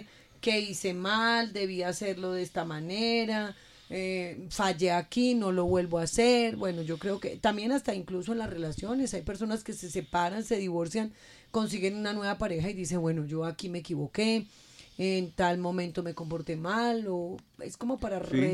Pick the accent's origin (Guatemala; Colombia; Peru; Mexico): Colombia; Boyacá; Siendo boyacense no fui pocholera, no.